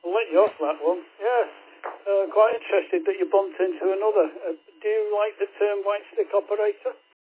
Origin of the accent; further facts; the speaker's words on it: Manchester, North West England, United Kingdom; accent: Manchester; moved away as an adult; now in Wales; my accent is, it's a Manchester accent, but it's South Manchester, Stretford. Not far from Manchester United's football ground, I was born and grew up.